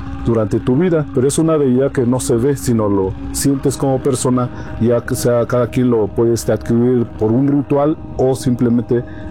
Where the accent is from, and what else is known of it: Oaxaca, Mexico; first language Mazatec; Spanish is a second language